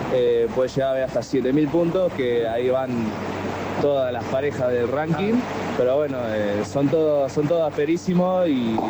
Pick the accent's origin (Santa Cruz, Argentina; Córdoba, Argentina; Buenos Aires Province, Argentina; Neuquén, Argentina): Buenos Aires Province, Argentina; Tandil; yo soy de Tandil